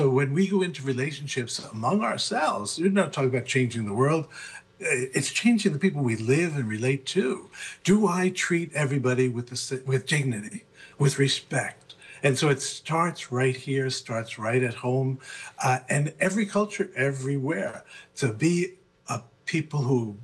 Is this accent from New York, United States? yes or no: yes; Bronx, New York, United States; I'm from the Bronx, which is not exactly exquisite living, at least when I was a child